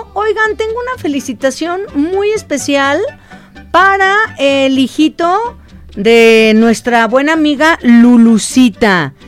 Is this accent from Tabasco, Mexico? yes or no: no; Jalisco, Mexico; Ay, yo soy de Jalisco. Ay, no puedo decirle que no un tequilita.